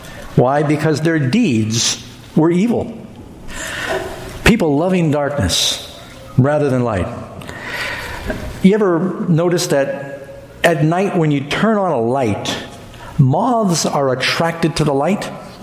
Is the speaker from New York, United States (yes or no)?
yes; New York City, New York, United States; moved away; I grew up in New York City taking a bus and a subway.